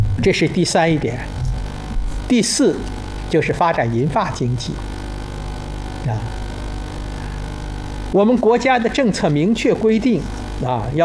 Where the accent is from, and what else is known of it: China